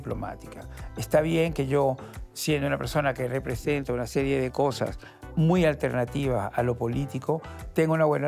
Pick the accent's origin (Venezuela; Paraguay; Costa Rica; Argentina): Venezuela; now in Spain; Así como yo he triunfado en todos estos años del chavismo, no ha pasado lo mismo con mi país de origen.